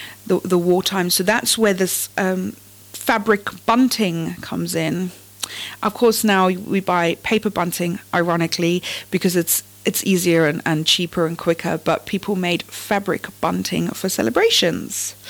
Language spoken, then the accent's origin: English; England, United Kingdom; now in Portsmouth, United Kingdom